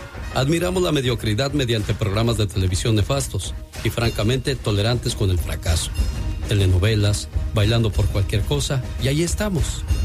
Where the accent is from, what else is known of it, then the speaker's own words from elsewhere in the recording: Mexico; nosotros que somos mexicanos y hemos llegado a un país donde queremos seguir llevando nuestros malos hábitos y nuestras viejas costumbres